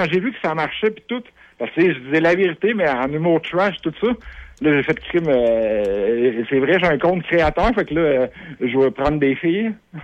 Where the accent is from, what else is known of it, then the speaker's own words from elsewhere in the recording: Quebec, Canada; je suis un Québécois, moi.